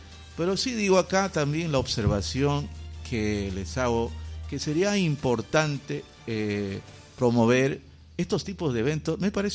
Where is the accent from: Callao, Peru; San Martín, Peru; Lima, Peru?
San Martín, Peru; nosotros somos de San Martín